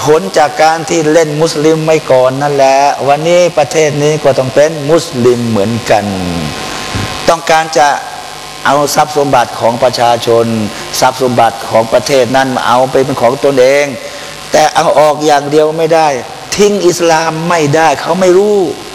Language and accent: Thai; Pattani, Thailand; ผมมาจากปัตตานีนะ